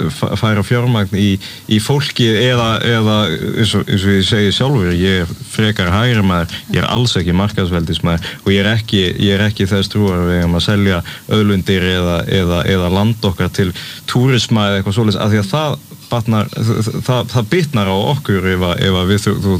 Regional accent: Grímsnes, Southern Region, Iceland; Og ég er úr Grímsnesinu, ég bjó í gullna ringnum

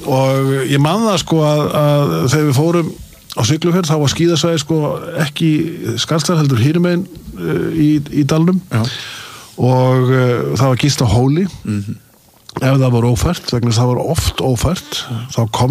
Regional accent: Akureyri, Northeastern Region, Iceland; En sko að alast upp á Akureyri þessum tíma í öllum þessum snjóalögum var alveg gríðalegt ævintýri.

